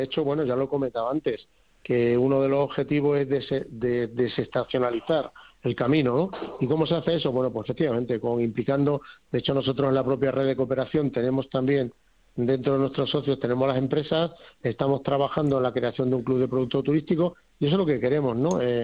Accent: Guadalupe, Extremadura, Spain; Ya no solo por las personas que somos de Guadalupe, que queremos a Guadalupe, sino un poco por lo que representa, ¿no?

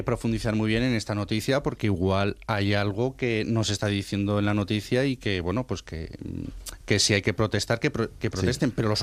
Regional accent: Burgos, Castile and León, Spain; now in Extremadura, Spain; Que aquí en Extremadura, yo que soy de Burgos, aquí en Extremadura se puede diferenciar muy bien, ¿no?

